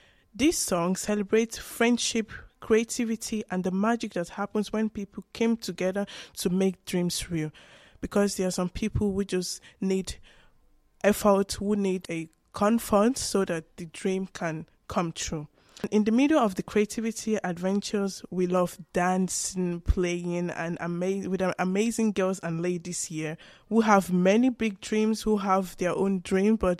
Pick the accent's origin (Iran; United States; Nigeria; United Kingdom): Nigeria; now in Chemnitz, Germany; I'm 17 years old. I come from Nigeria